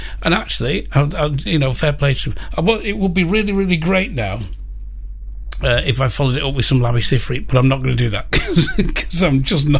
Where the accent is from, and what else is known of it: United Kingdom